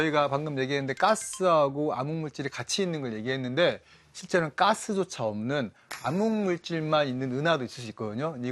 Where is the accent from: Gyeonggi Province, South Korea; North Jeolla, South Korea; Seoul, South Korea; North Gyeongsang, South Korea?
North Jeolla, South Korea; Okgu County; moved away; 제 고향이 이제 전라북도 옥구군 대하면 네. 복결이거든요.